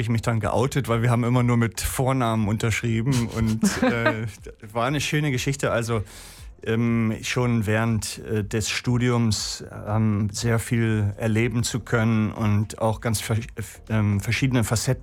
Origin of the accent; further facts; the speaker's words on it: Hamburg, Germany; also born or lived in Glückstadt, Schleswig-Holstein; Ich bin eigentlich in Hamburg, im Süden von Hamburg groß geworden.